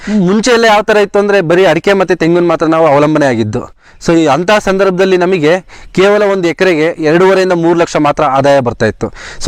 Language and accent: Kannada; Kadur, Karnataka, India; ಇಲ್ಲಿ ನಮ್ಮ ಅರೆಮಲ್ನಾಡು ಅಂತ ಕರಿತೀವಿ, ನಮ್ಮ ಕಡೂರು ಪ್ರದೇಶವನ್ನು ಅರೆಮಲ್ನಾಡು ಅಂತ ಕರಿತೀವಿ. ಅತ್ಯಂತ ಹೆಚ್ಚಿಗೆ ಮಳೆನೂ ಕೂಡ ಬರೋದಿಲ್ಲ, ಅತ್ಯಂತ ಜಾಸ್ತಿ ಮಳೆನೂ ಕೂಡ ಬರೋದಿಲ್ಲ.